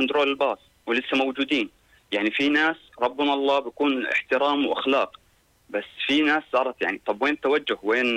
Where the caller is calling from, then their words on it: Zarqa, Zarqa Governorate, Jordan; عندنا في الزرقاء